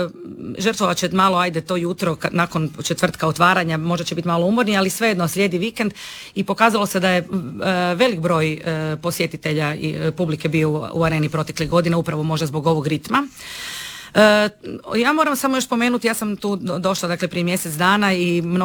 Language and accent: Croatian; Pula, Istria County, Croatia; Ja sam odrasla u Puli uz pulski vatromet